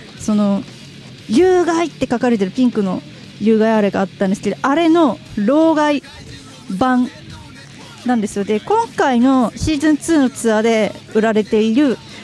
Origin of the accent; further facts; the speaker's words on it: Hokkaido, Japan; こっちから北海道民なんで、